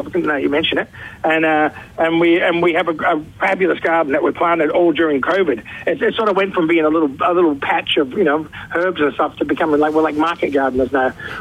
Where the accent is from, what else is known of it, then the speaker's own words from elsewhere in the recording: South Australia, Australia; born there; also born or lived in Adelaide; that's practically my hometown. I've spent a lot of time, as a young lad, doing gigs up and down the river and on boats and all that sort of stuff as well.